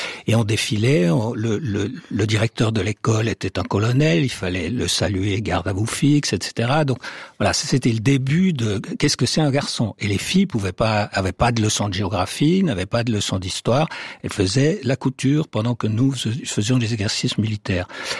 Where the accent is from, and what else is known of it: Switzerland